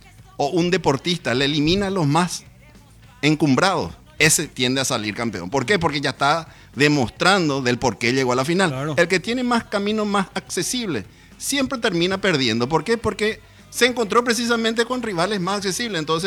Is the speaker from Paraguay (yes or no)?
yes; Paraguay